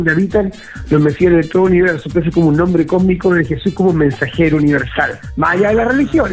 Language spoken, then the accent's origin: Spanish; Santiago, Santiago Metropolitan Region, Chile; now in Colina, Chile; Yo soy de Santiago, vivo aquí en la comuna de Colina, compadre, de Colinense.